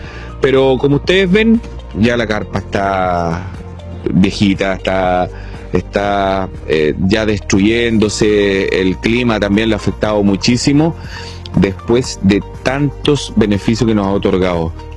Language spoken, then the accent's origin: Spanish; Lago Ranco, Los Ríos, Chile; quienes crecimos y vivimos acá en Lago Ranco